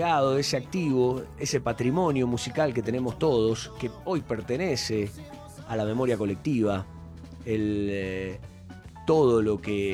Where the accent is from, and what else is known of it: Argentina